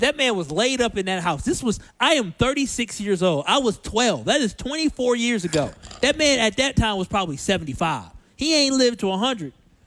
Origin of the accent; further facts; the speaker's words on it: Milwaukee, Wisconsin, United States; I was raised in Milwaukee.